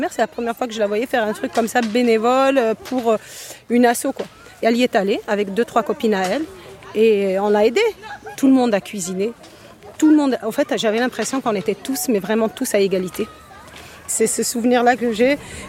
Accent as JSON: {"language": "French", "town": "Carpentras", "region": "Provence-Alpes-Côte d'Azur", "country": "France", "tie": "born there", "said": "moi je viens de Carpentras."}